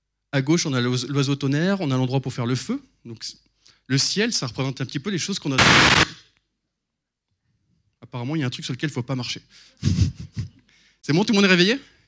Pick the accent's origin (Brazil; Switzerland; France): France; Brittany; Je suis breton